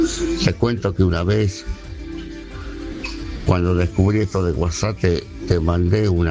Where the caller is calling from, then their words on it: Salta, Argentina; soy de Salta.